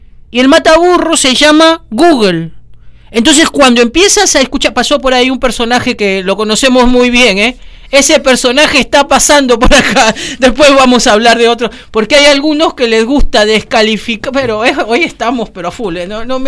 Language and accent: Spanish; Argentina; Sí, soy argentino. Tengo nacionalidad argentina.